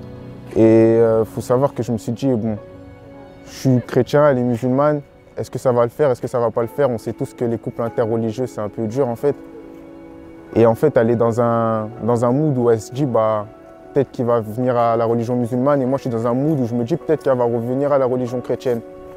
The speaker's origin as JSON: {"language": "French", "country": "Togo", "said": "j'ai grandi dans une famille africaine, je suis originaire du Togo et au sein de ma famille, on est trois enfants et il y a mes parents."}